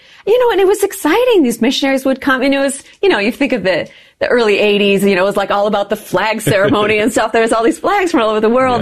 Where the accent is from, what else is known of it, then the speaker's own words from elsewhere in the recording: Minnesota, United States; Sure. So I'm from Minnesota, okay. And I grew up in a wonderful family.